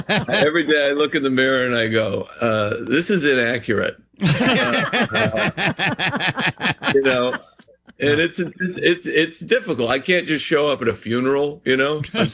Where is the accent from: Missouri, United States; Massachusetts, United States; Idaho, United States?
Idaho, United States; I'm from Southern Idaho.